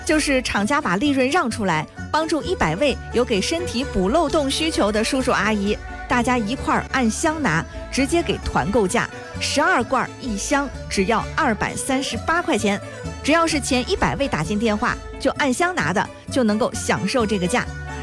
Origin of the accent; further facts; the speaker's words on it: Henan, China; 咱们河南老家过去啊都烧地锅拉风箱